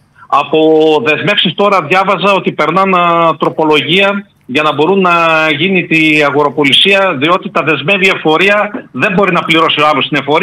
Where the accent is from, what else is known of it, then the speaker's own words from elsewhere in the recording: Greece; μας αρέσει ως Έλληνες